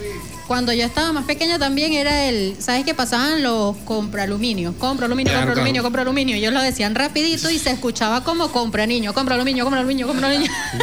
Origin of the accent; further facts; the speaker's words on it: Aguasay, Monagas, Venezuela; yo soy de Aguasay, de Altamira